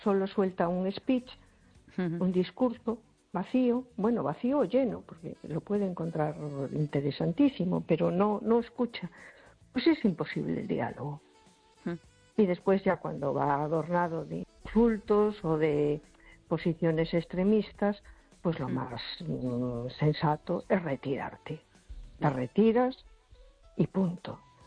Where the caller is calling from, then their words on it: A Coruña, Galicia, Spain; de Coruña.